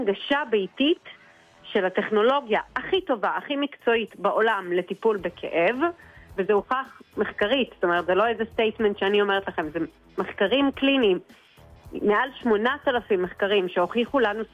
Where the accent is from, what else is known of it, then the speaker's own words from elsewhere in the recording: Haifa, Haifa District, Israel; וגם אני חיפאית וחיפה לחיפאים באמת